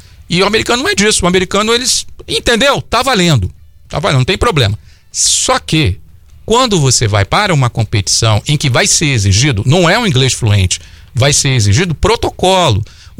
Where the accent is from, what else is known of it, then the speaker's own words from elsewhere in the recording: Brazil; now in United States; nós somos brasileiros